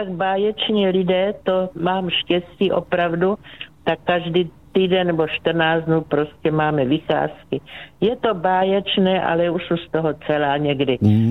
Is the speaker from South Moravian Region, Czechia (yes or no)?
yes; South Moravian Region, Czechia; Tak já jsem z Moravy, takže tam od Břeclavy, takže u nás bylo vždycky vína dost